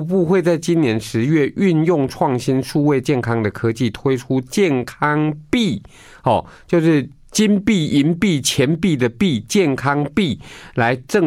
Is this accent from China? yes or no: no; Taiwan; 恭喜我们台湾人还福利做得不错了哈。